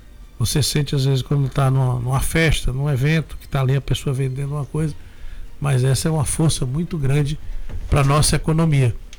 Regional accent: Itabuna, Bahia, Brazil; eu sou de Itabuna

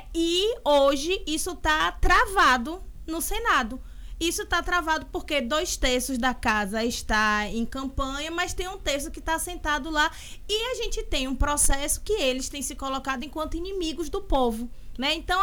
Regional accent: Bahia, Brazil; moved away as an adult; now in Itabuna, Brazil; Eu sou de Baitaba. Vim morar em Itabuna quando passei para estudar na UESC.

